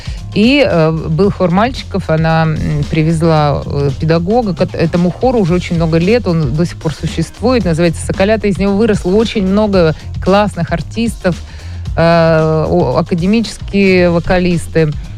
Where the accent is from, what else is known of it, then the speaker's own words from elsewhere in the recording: Rybinsk, Yaroslavl Oblast, Russia; я росла в Рыбинске, и моя семья была очень такая... вписанная в культуру этого города.